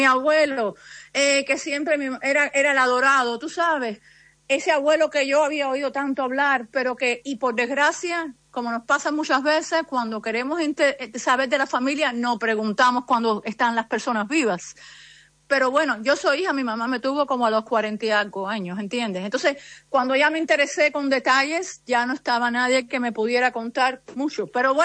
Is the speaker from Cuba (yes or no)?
yes; Cuba; En Cuba, yo crecí en Cuba, yo viví gran parte de mi vida en Cuba, y notarás por mi acento.